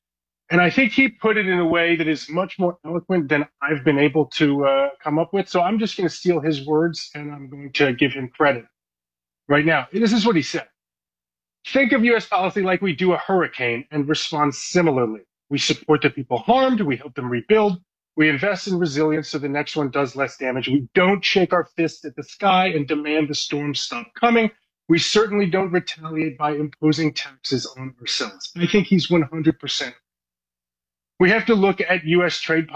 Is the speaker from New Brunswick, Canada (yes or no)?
no; Ontario, Canada; And Ontario, again, you know, I'm from Ontario, so I'm speaking mostly to Doug Ford